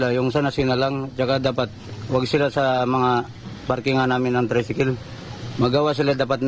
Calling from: El Nido, Palawan, Philippines; dito sa amin sa El Nido

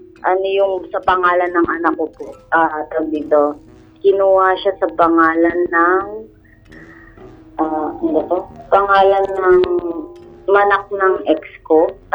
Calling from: Biñan, Calabarzon, Philippines; taga Binyan, Laguna po.

